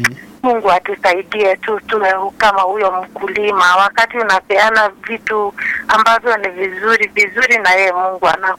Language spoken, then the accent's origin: Swahili; Karatina, Nyeri County, Kenya; born there; moved away as an adult; now in Embu, Kenya; nimezaliwa Karatina, mimi nikaolewa Embu.